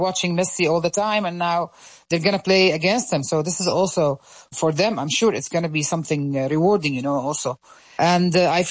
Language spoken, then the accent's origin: English; Jordan; I'm from Jordan.